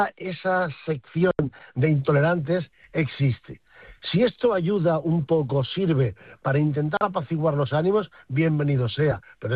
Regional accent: Villanueva de la Serena, Extremadura, Spain; now in Catalonia, Spain; Villanueva de la Serena, que es mi pueblo natal

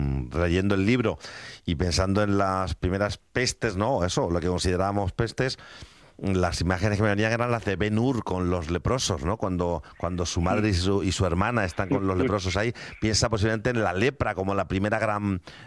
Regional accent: Spain

